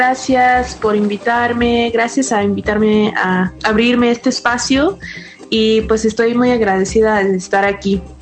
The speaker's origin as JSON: {"language": "Spanish", "country": "Mexico", "said": "eso quiere decir que soy mexicana, americana y afroamericana. En otras palabras, también se podría decir que soy afrochicana."}